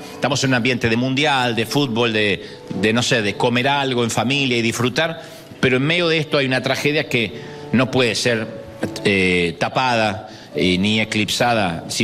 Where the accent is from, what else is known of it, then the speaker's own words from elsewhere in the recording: Argentina; born there; moved away; A veces yo publico algo por mi país natal y se enojan, dice, pero ustedes los argentinos agrandados porque compraron el mundial